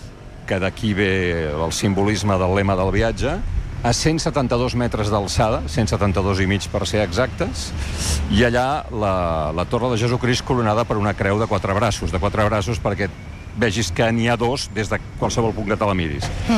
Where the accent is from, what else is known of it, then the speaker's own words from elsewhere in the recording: Barcelona, Catalonia, Spain; Jo crec, o almenys per mi, com a barceloní